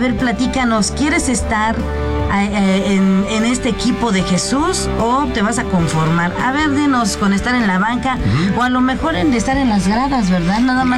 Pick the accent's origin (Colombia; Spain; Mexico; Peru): Mexico; Nosotros somos mexicanitos, así.